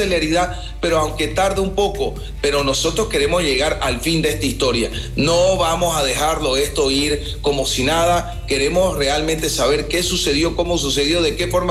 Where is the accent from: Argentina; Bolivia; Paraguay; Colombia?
Bolivia; como pueblo boliviano, como ciudadanía